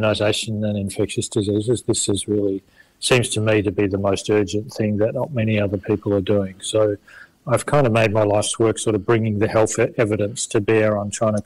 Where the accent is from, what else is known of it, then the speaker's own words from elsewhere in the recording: Melbourne, Victoria, Australia; also born or lived in Adelaide / Hobart; My background is German. I was born in Adelaide, but grown up in Melbourne most of my life.